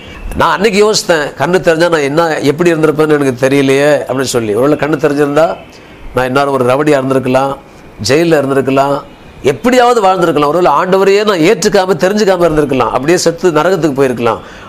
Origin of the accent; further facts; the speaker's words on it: Gummidipoondi, Tamil Nadu, India; நான் பிறந்து வளர்ந்ததெல்லாம் கும்மிடிப்பூண்டி தான், ஒரு சின்ன ஒரு வில்லேஜ், ஒரு அது பேர் வெட்டு காலனி.